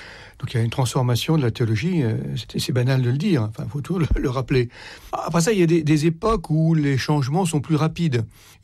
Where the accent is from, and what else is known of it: France